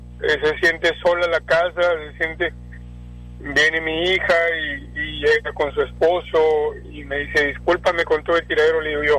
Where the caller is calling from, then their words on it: Los Fresnos, Texas, United States; de Los Fresnos